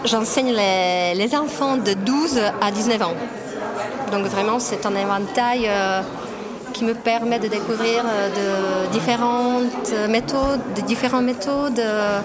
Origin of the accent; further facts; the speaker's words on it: Český Těšín, Moravian-Silesian Region, Czechia; French is a second language; also born or lived in Ostrava; je viens de la ville de Český Těšín et je travaille au lycée Josef Božek dans la même ville. Je ne suis pas née à Český Těšín, mais je suis née à Ostrava